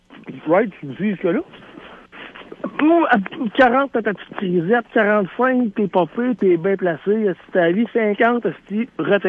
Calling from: Valcartier, Quebec, Canada; Je suis à Valcartier.

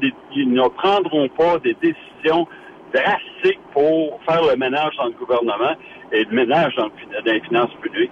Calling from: Quebec, Canada; je viens de la Rive-Sud

